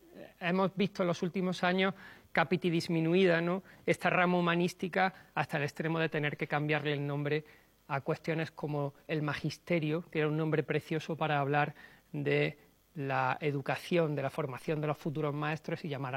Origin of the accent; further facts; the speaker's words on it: Córdoba, Andalusia, Spain; por traerlo a mi tierra, Córdoba.